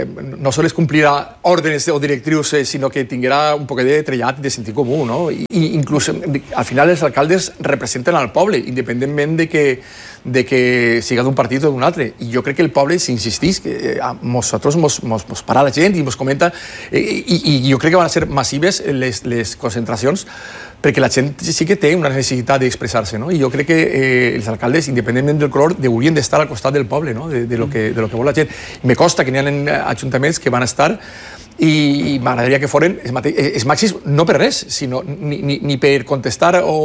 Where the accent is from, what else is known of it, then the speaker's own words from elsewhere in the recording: Ceuta, Spain; que yo creo que necessita la gent aquest punt de trobada per a poder expressar la seva solidaritat al meu poble de Ceuta.